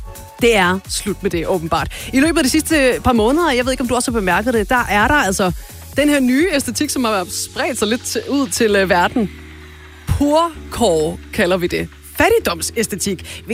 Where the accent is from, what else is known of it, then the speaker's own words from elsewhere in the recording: Zealand, Denmark; jeg er selv fra Falster